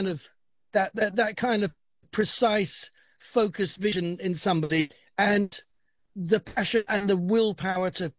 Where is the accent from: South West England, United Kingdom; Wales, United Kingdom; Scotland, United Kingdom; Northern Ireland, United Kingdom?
South West England, United Kingdom; Bristol; moved away as an adult; I grew up in Bristol in the West of England, but I have to move to London.